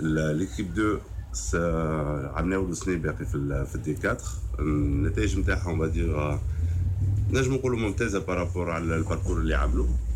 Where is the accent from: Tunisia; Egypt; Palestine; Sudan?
Tunisia; now in France; بالنسبه لي يعني كتونسي فخر لي كوني تونسي.